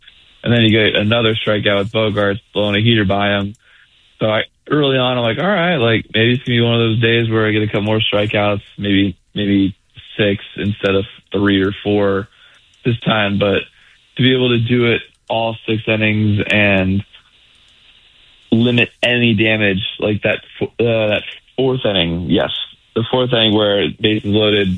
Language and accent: English; California, United States; I'm still happy to be in my home state